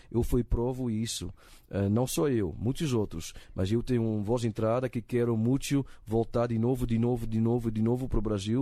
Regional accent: Netherlands; Portuguese is a second language; also born or lived in Brazil; Quando eu fui criado na Holanda

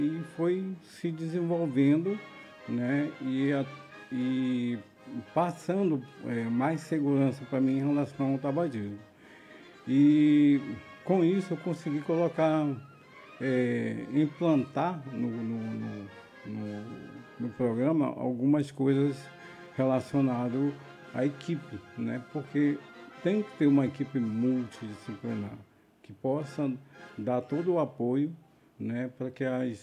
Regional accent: Manaus, Amazonas, Brazil; moved away as an adult; now in Tabatinga, Brazil; eu sou de Manaus, estou há 10 anos aqui em Tabatinga, cheguei em 2016, né? E até hoje eu estou aqui, né? Já praticamente estou tabatinguense.

